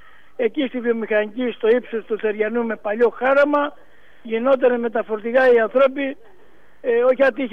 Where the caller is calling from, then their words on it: Greece; Το χωριό μου είναι τα μοιραίκα, όπως ξέρετε, από τους καμένους.